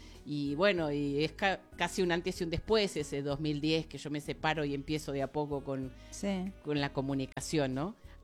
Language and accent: Spanish; Buenos Aires, Argentina; now in Balcarce, Argentina; yo soy de Balcarce, soy porteña, vivo allá hace casi 31 años.